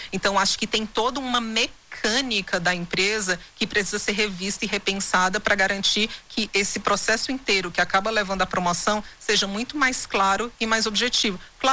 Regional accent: Ceará, Brazil

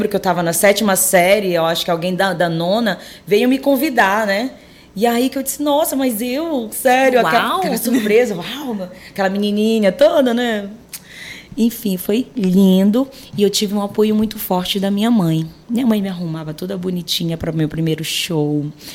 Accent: Belém, Pará, Brazil; Eu sou de Belém do Pará, nascida lá no Binguí. Opa! Nasci em casa mesmo, aquela das antigas, né? Parteira e tudo mais. Mas eu sou de Belém do Pará com muito orgulho.

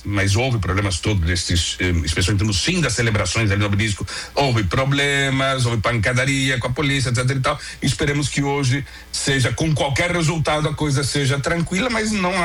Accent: Brazil; Sou brasileiro, torço pelo Londrina, Esporte Clube Tubarão, não é?

